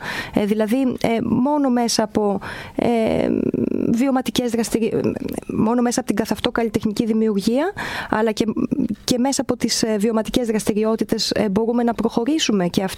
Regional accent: Volos, Thessaly, Greece; also born or lived in London / Paris; η πόλη μου εδώ και ο Βόλος ουσιαστικά έχει υποστηρίξει πάρα πολύ από τότε καλλιτεχνικά το έργο μου.

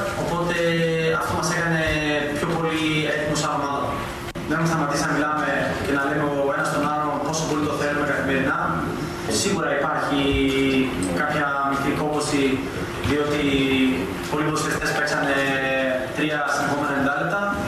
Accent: Northern Greece, Greece; Οπότε και εγώ, σαν παιδί της Βόρειου Ελλάδας, είμαι πάρα πολύ χαρούμενος. Παίζω σχετικά στα μέρη μου

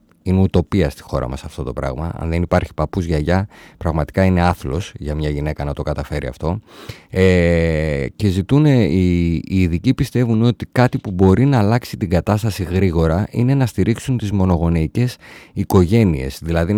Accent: Greece

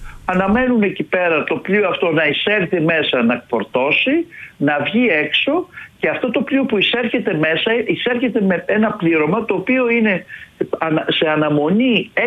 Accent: Greece; Κάποτε ήμασταν εμείς οι Έλληνες

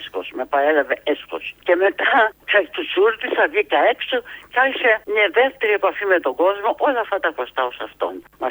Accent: Greece; Φέρομαι σαν Ελληνίδα

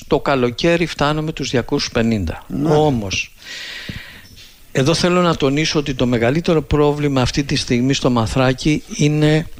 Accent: Mathraki, Ionian Islands, Greece; born there; also born or lived in New York City, United States; now in Corfu, Greece; η φωλιά την οποία εκεί γεννήθηκα, αν και πήγα μετανάστης στην Αμερική για 19 χρόνια.

